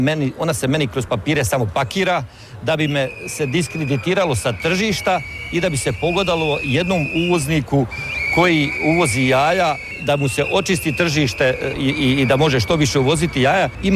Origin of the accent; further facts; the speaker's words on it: Croatia; kod nas u Hrvatskoj